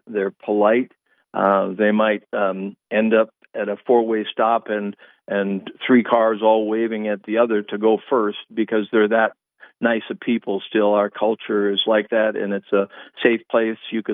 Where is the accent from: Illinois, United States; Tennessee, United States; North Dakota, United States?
North Dakota, United States; Tioga; now in Williams County, North Dakota, United States; I'm born and raised in Tioga. I'm a proud Tioga native.